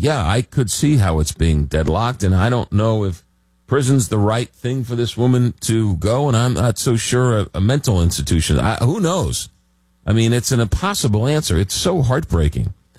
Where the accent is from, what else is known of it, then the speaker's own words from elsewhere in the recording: New York, United States; growing up in New York as a Met fan and watching Daryl Strawberry